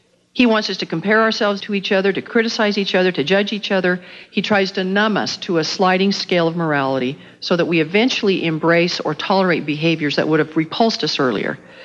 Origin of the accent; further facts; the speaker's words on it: Kansas, United States; I grew up in Kansas, the great basketball state of Kansas.